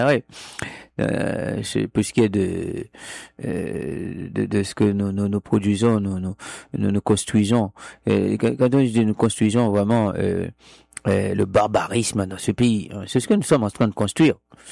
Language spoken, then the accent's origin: French; Haiti; J'étais toujours impressionné d'aller alors que j'ai la mer partout chez moi en Haïti.